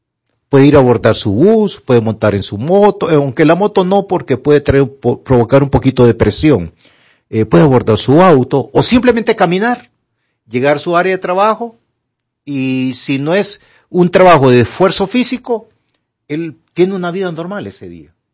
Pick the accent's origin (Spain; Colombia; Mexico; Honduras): Honduras; la tormenta que pasamos nosotros como hondureños.